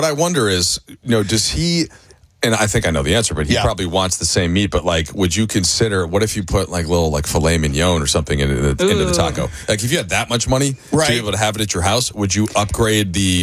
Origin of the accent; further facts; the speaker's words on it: Minneapolis, Minnesota, United States; also born or lived in Buffalo, New York; So when I'm originally from Buffalo, New York, even though I was raised in Minneapolis.